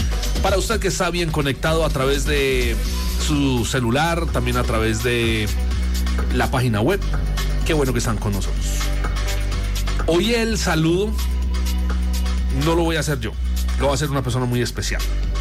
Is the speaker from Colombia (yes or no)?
yes; Colombia; porque somos colombianos